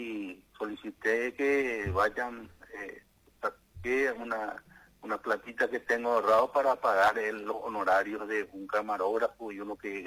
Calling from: Altos, Cordillera, Paraguay; yo vivo en Alto

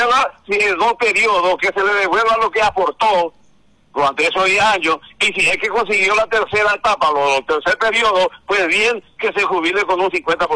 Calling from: Paraguay; lo que me indigna como ciudadano paraguayo

